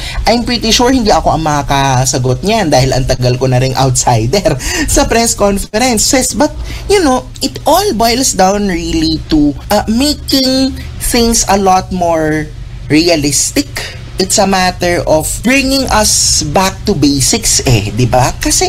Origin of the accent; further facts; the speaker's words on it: Ilocos Region, Philippines; No, kasi ang hometown ko was in Ilocos Norte, so doon ako nag-aral no ng elementary and high school.